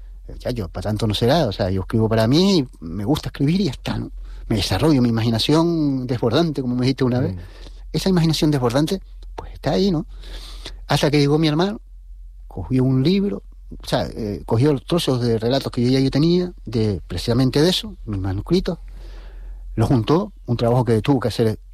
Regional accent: La Orotava, Canary Islands, Spain; yo me crié en la Orotava, entre la Barriada de Antonio y el Casco.

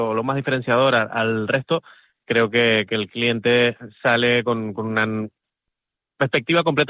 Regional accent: Canary Islands, Spain; un auténtico privilegio y un orgullo como representante canario

